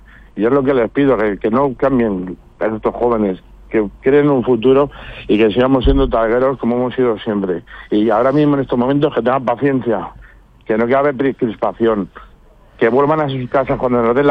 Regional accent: Community of Madrid, Spain; un pueblo unido y unos talegueros que damos ejemplo a toda la Comunidad de Madrid

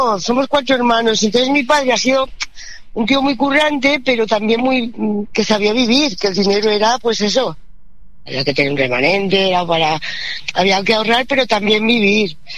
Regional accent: Torrejón de Ardoz, Community of Madrid, Spain; En Torrejón, sí. Somos de allí. Mis hermanos están allí, sí.

